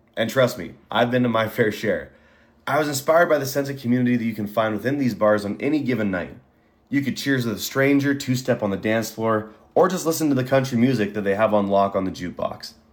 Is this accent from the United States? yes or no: no; Camrose, Alberta, Canada; born and raised in Camrose, Alberta.